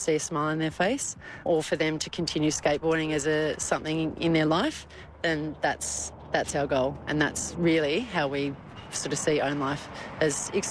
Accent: Tasmania, Australia; born there; now in Melbourne, Australia; I was born in Tasmania and live in Melbourne.

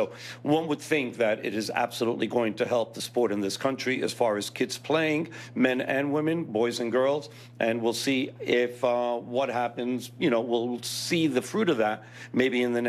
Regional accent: Mexico; now in New York City, United States; like what I did when I was growing up in Mexico, which was put two rocks on the street on both sides and then just play in the middle

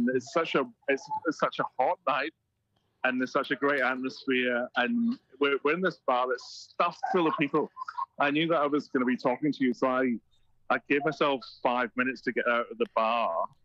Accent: Scotland, United Kingdom; but I'm Scottish, and sometimes people from Scotland aren't too happy about supporting England, for example.

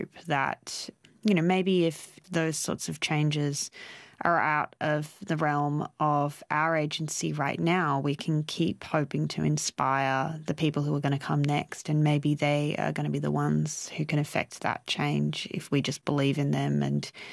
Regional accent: Sydney, New South Wales, Australia; this huge wealth of elders who had guided and led particularly the community that I grew up in Western Sydney.

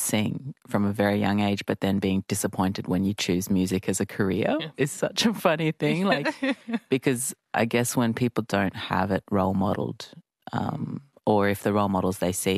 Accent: Townsville, Queensland, Australia; I was born in Townsville and grew up there and my mum, she became a minister when I was about nine

